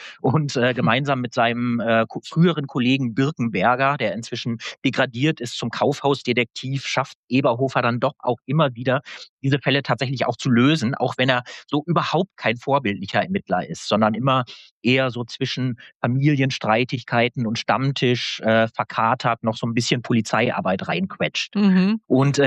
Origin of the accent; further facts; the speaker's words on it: Northern Germany, Germany; born there; ich bin eigentlich gebürtiges Nordlicht